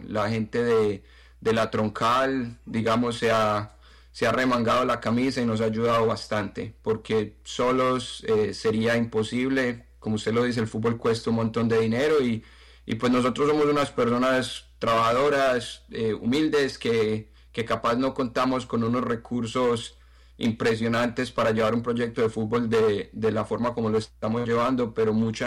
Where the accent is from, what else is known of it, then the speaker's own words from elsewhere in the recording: Colombia; moved away; Yo soy originariamente de Colombia, mi esposa es de Ecuador, entonces de ahí la conexión con Ecuador.